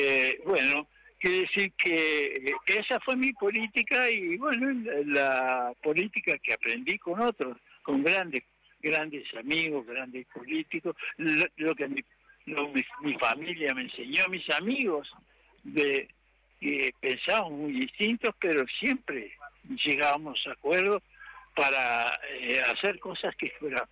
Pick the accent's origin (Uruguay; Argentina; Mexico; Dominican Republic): Uruguay; Tranqueras, Rivera; Bueno, y acá Tranqueras se logró una cantidad enorme de cosas, porque además era mi pueblo natal.